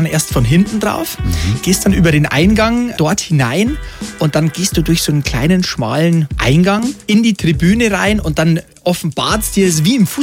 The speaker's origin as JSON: {"language": "German", "region": "Bavaria", "country": "Germany", "said": "Richtig, also, ich bin Oberpfälzer und habe jetzt nicht die allerweiteste Anfahrt."}